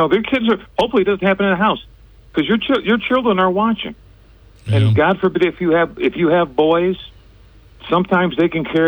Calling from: Binghamton, New York, United States

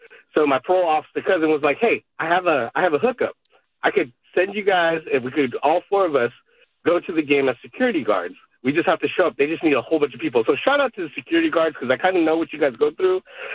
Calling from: Vacaville, California, United States; we're from Vacaville, Fairfield.

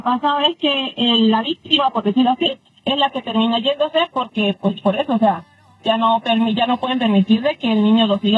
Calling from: Utah, United States; Estoy en el estado de Utah.

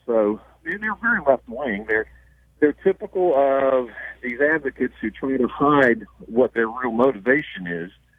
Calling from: North Carolina, United States; because I'm calling you from the Outer Banks. I'm on vacation

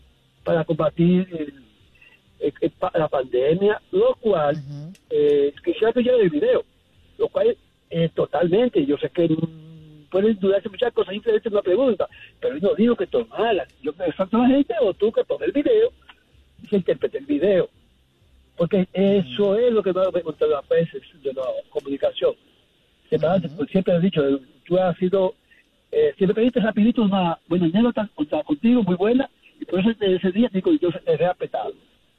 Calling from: New York, United States; Queens, New York.

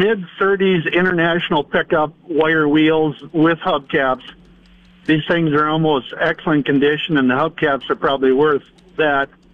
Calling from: Sioux Falls, South Dakota, United States; from Sioux Falls.

